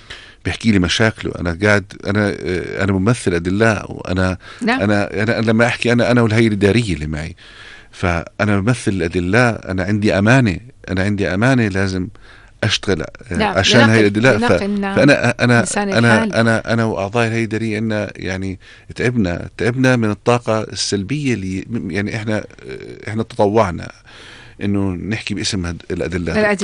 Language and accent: Arabic; Jordan; احنا في الأردن